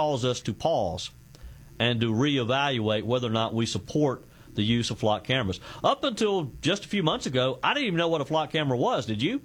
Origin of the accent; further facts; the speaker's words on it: South Carolina, United States; A county here in my home state of South Carolina, Oconee County, their county council has voted to remove them from the county.